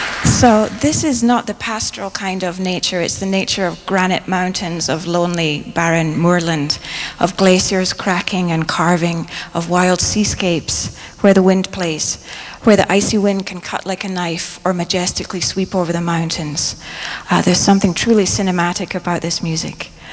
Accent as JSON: {"language": "English", "town": "Largs", "region": "Scotland", "country": "United Kingdom", "tie": "born or raised there", "moved": "yes", "lives_now": "Pittsburgh, United States", "said": "I grew up in Largs on the west coast of Scotland."}